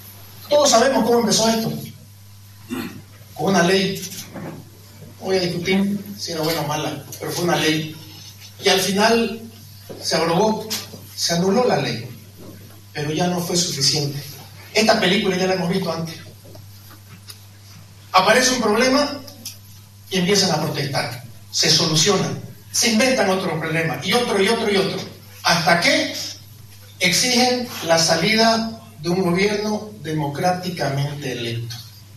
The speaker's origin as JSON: {"language": "Spanish", "region": "Santa Cruz", "country": "Bolivia", "said": "Somos cruceños y somos bolivianos."}